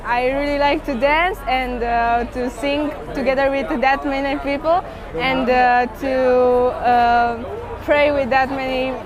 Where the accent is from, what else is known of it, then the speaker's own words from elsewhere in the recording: Romania; English is a second language; I'm from Romania. It's my fifth time in Medjugorje.